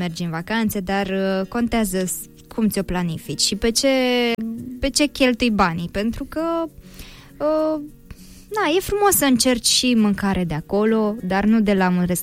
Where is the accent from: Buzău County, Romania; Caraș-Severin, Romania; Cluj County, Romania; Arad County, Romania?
Buzău County, Romania; Buzău; born there; sunt din Buzău